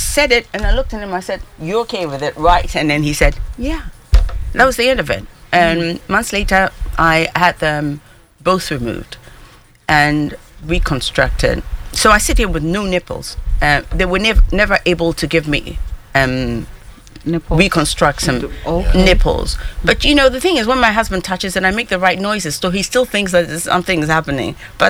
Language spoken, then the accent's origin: English; Ghana; I was brought up in Ghana.